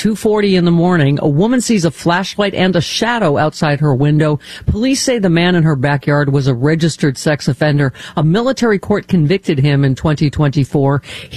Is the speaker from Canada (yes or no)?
yes; Ontario, Canada; I grew up on Lake Ontario.